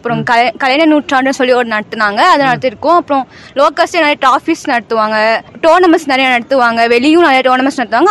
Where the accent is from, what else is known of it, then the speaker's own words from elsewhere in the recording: Dharmapuri, Tamil Nadu, India; Dharmapuri.